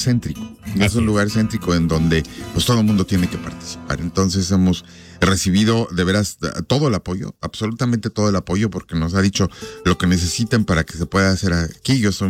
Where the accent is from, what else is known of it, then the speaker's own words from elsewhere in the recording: Mexico; now in Omaha, United States; nosotros como mexicanos, la comunidad mexicana, somos parte de la ciudad, somos parte de aquí